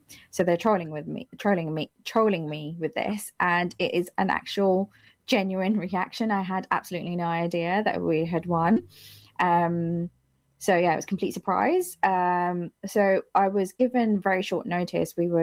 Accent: Wimbledon, London, United Kingdom; I'm a very proud Womble. I am from Wimbledon, southwest London. I'm one of three.

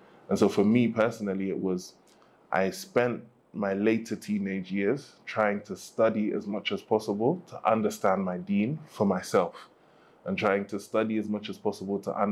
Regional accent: United Kingdom; as a British person of African descent, someone that, you know, my grandparents migrated to the UK in the 50s and I grew up and was born there, but I always knew that I was not from there.

